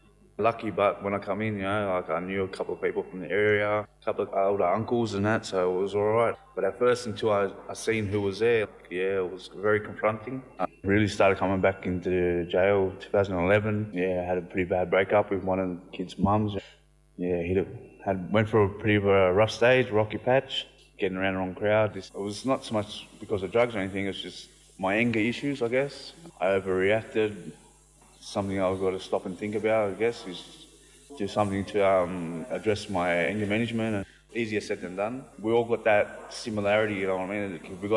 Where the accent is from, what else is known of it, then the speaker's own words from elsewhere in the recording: Miller, New South Wales, Australia; I'm from Miller, 2168, Dungutty man.